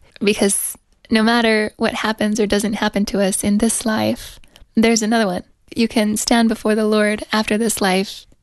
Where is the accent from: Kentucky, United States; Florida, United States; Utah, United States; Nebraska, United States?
Utah, United States; from Utah.